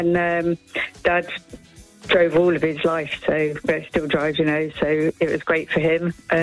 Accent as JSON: {"language": "English", "region": "East Midlands", "country": "United Kingdom", "tie": "born or raised there", "moved": "yes", "lives_now": "South Wales, United Kingdom", "said": "I grew up in Leicestershire"}